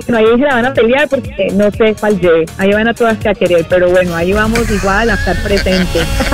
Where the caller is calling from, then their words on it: Miami, Florida, United States; De aquí, de Miami.